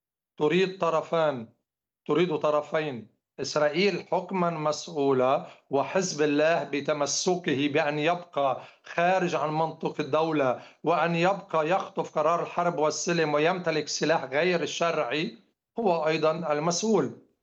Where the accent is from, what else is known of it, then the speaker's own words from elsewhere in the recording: Lebanon; نحن كلبنانيين جميعا